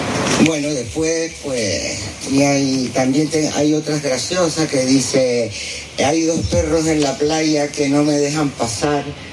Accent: Canary Islands, Spain; Y así salí yo, que no se me nota nada, que no soy de Canarias.

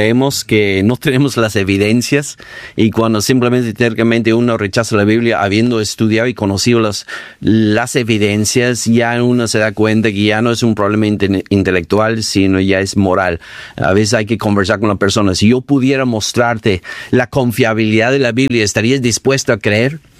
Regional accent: England, United Kingdom; En mi país, en Inglaterra

